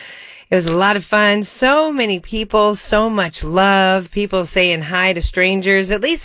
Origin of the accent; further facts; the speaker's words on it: New York, United States; now in Colorado, United States; I got away for a long weekend to my hometown upstate New York in the Adirondacks.